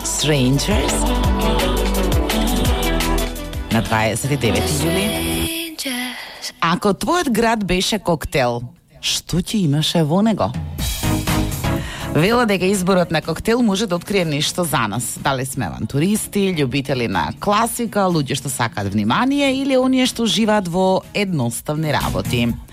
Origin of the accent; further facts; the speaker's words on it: Kumanovo, Northeastern, North Macedonia; мојот роден град Куманово е таков